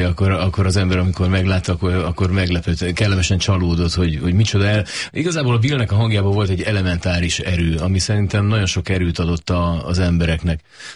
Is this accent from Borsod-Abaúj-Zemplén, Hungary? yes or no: yes; Borsod-Abaúj-Zemplén, Hungary; én egy vidéki srác vagyok, én Borsodból származom, és nem véletlen vágyom oda, talán még napjainkban is vissza. mert amikor hazamegyek az én kis falumba